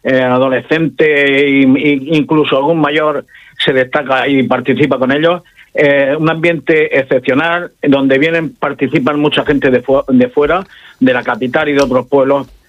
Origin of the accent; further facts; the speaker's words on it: Campos del Río, Region of Murcia, Spain; yo la historia de mi pueblo me he preocupado siempre, y la historia como es una riqueza de identidad, de espíritu crítico, que desempeñaré siempre de este cargo como algo vivo y vinculado de los que aquí en Campos del Río vivimos.